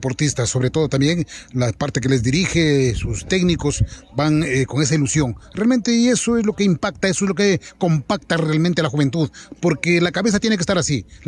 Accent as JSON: {"language": "Spanish", "region": "Amazon", "country": "Ecuador", "said": "Somos de la Amazonía, pero somos berracos."}